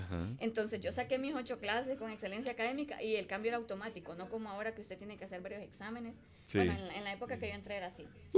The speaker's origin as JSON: {"language": "Spanish", "region": "Ocotepeque", "country": "Honduras", "tie": "born or raised there", "moved": "as an adult", "lives_now": "Tegucigalpa, Honduras", "said": "De mi maravilloso pueblo de Ocotepeque, pues, oriunda de allá, por obviamente situaciones de estudio, me vengo a Tegucigalpa, pero sí, una vida tranquila en Ocotepeque"}